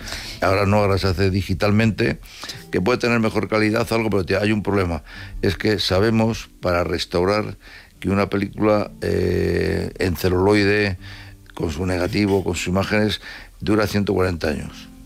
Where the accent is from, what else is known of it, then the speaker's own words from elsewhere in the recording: Madrid, Community of Madrid, Spain; Bueno, la verdad que yo soy de Madrid